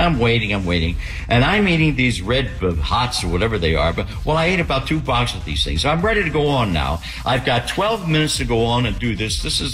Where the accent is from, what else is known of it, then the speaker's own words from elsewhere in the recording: Philadelphia, Pennsylvania, United States; a kid that I grew up with in South Philly, a lot of Italian kids